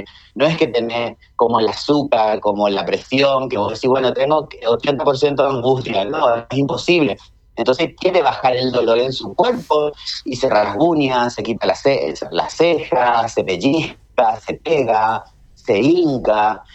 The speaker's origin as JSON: {"language": "Spanish", "town": "Resistencia", "region": "Chaco", "country": "Argentina", "moved": "yes", "lives_now": "Chile", "said": "hace un año yo estoy viviendo en Chile, si bien no me desconecto, por supuesto, de donde yo soy, pero Sé que acá hay dispositivos, y seguramente en Corrientes también"}